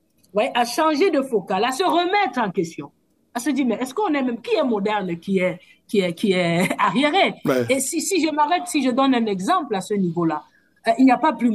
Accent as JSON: {"language": "French", "country": "Cameroon"}